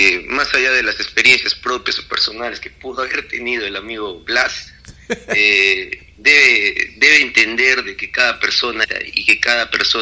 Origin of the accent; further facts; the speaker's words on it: Tocache, San Martín, Peru; born there; tocachino de nacimiento